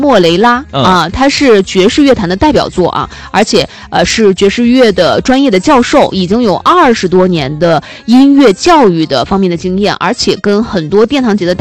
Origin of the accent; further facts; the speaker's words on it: Hainan, China; 来我们海南人来了3回了，